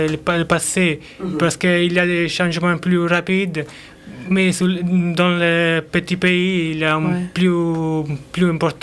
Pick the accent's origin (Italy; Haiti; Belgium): Italy; central Italy; moved away; Du centre d'Italie. Près de Rome.